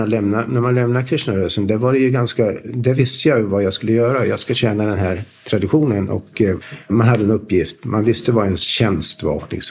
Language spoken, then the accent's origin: Swedish; Sweden; Alltså, eftersom vi var infödda svenskar så visste vi hur svenskar tänker lite grann